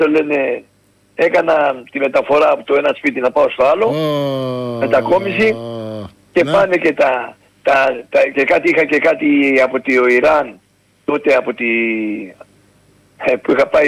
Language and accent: Greek; Greece